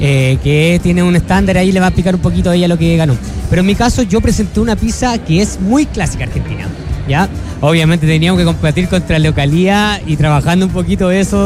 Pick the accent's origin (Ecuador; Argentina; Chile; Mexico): Chile; gran parte de eso sí somos chilenos.